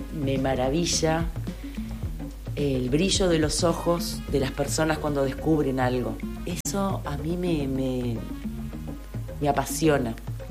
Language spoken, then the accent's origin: Spanish; Uruguay; soy una uruguaya afortunada